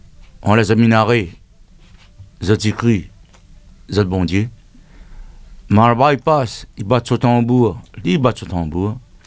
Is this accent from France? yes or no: yes; Réunion, France; moved away; Notre patois à La Réunion, faut le garder.